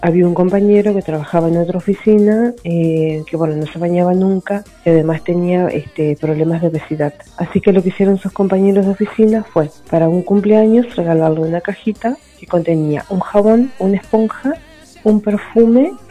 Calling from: Paraná, Entre Ríos, Argentina; de Paraná.

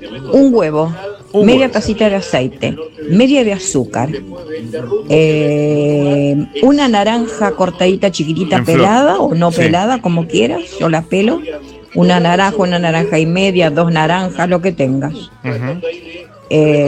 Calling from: Mar del Plata, Buenos Aires Province, Argentina; de Mar del Plata.

